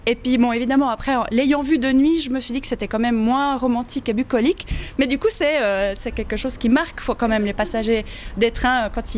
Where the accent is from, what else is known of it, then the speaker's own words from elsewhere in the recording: Ticino, Switzerland; moved away as an adult; now in Neuchâtel, Switzerland; moi j'ai fait mes écoles et je suis née au Tessin et je me suis établie à Neuchâtel dans le canton il y a une vingtaine d'années.